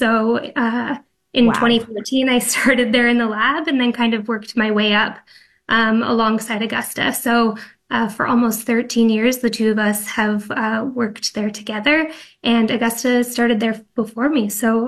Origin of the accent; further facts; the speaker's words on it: Ontario, Canada; So I grew up in the Niagara region.